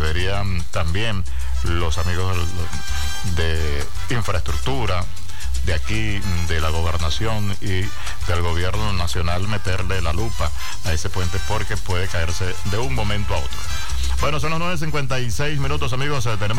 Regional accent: Venezuela

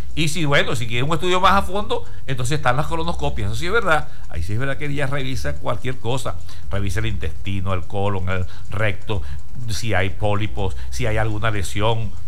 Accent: Venezuela; el béisbol venezolano nuestro

